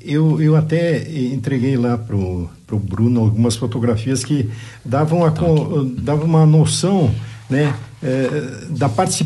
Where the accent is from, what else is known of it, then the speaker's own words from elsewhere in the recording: Casca, Rio Grande do Sul, Brazil; born there; now in Pinhalzinho, Brazil; de Casca, lá da minha terra, né?